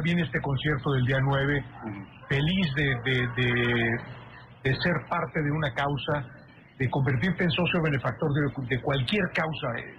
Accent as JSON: {"language": "Spanish", "country": "Mexico"}